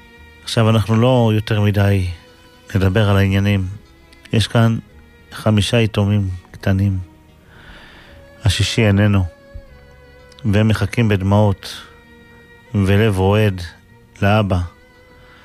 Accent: Safed, Northern District, Israel; קבור בצפת ברחוב לוחמי הגטאות. שם גדלנו, היינו הולכים הרבה פעמים לקבר הזה של הצדיק הקדוש הזה

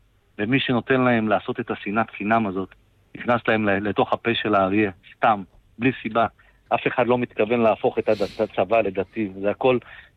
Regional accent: Tel Aviv, Tel Aviv District, Israel; אני תל אביבי שמתעסק גם בענף המסעדות

